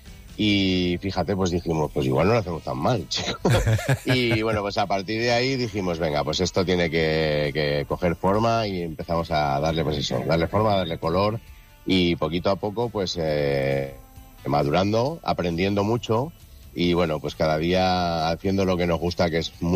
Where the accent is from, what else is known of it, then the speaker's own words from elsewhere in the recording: Aragon, Spain; El que somos de Aragón y la tierra tira mucho, macho.